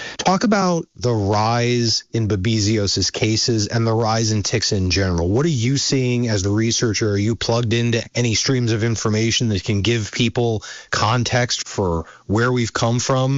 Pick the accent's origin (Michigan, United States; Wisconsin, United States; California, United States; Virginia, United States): Virginia, United States; now in Pennsylvania, United States; I spent about half my life growing up in Virginia, and then we moved to Pennsylvania.